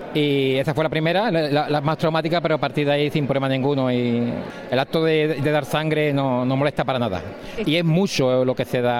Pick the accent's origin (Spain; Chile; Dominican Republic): Spain; los dos somos españoles